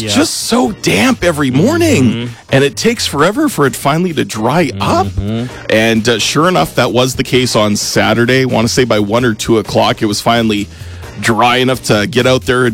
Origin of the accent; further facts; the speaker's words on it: Regina, Saskatchewan, Canada; moved away; I grew up in Regina.